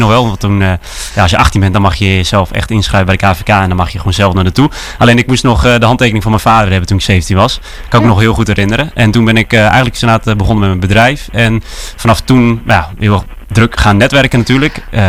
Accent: Harlingen, Friesland, Netherlands; Ik kom uit Harlingen. En ja, geboren en getogen uiteraard.

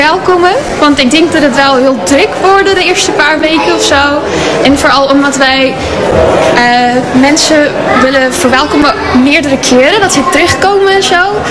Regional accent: South Africa; now in Vlieland, Netherlands; Zuid-Afrika, op een natuurreservaat. Dus Vlieland is de tweede beste daarnaast. Ja, nee, maar Vlieland is echt mijn thuis nu.

